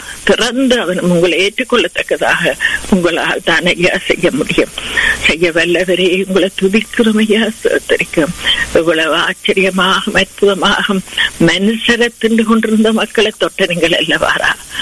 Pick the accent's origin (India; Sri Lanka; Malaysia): Sri Lanka; என்ன நாங்கள் பிறந்து வளர்ந்த தேசமாகிய இலங்கை தேசத்துக்காக அந்த அழகிய தீவுக்காக உங்களை வருகிறோம்.